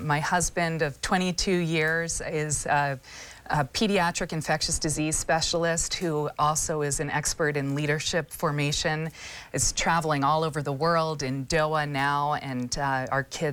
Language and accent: English; Washington, District of Columbia, United States; I grew up in Washington, D.C.